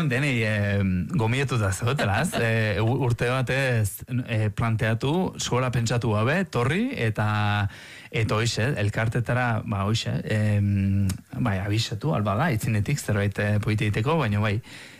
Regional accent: Basque Country, Spain; Bai, hemen ondiz, Euskalduna gara, baino, hemen sortu gero baita

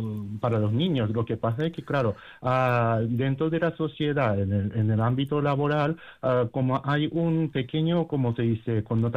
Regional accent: Japan; now in Spain; en mi país, en Japón

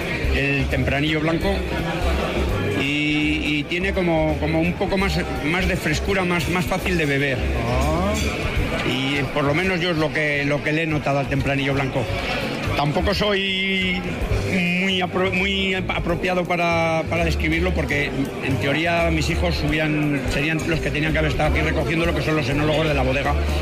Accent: Baños de Ebro, Basque Country, Spain; Nos han dado un premio, somos de Baños de Ebro, y nos han dado el primer premio del blanco joven.

